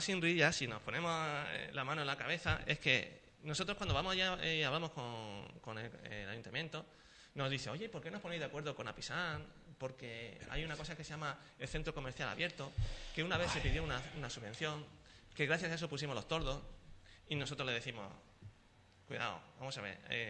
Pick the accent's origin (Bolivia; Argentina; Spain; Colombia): Spain; Sanlúcar de Barrameda, Andalusia